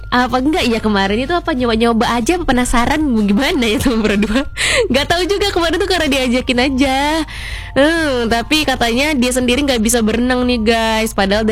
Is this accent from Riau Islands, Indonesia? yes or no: yes; Bintan, Riau Islands, Indonesia; Kalau kita ya … sebagai orang Bintan, yoi, emang suka laut karena selalu bikin kangen. Dari kecil emang aku sering Kak diajakin mancing sama bapak ke laut.